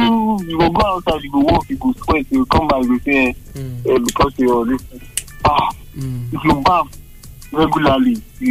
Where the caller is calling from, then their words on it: Nigeria; I'm calling from Masaba.